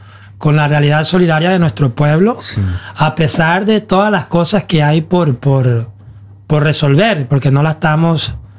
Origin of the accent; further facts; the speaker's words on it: Colombia; moved away; los colombianos ahí tenemos para aportarles